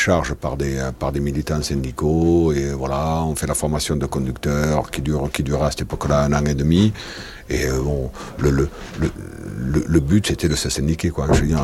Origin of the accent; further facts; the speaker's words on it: Lannemezan, Occitanie, France; Je suis des Pyrénées. Je suis à côté de Tarbes, Lannemezan, exactement.